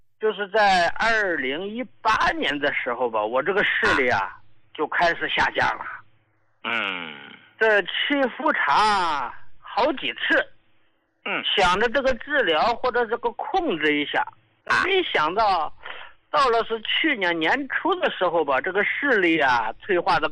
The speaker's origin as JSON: {"language": "Chinese", "region": "Northeast China", "country": "China", "moved": "as an adult", "lives_now": "Xiamen, China", "said": "你看我老家呢是东北的，由于这个工作的原因，后来呢来到了这个厦门定居了。"}